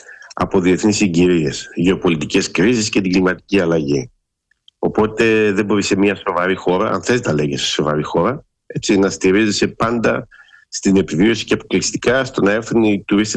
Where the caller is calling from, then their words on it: Thessaloniki, Central Macedonia, Greece; εδώ στη Θεσσαλονίκη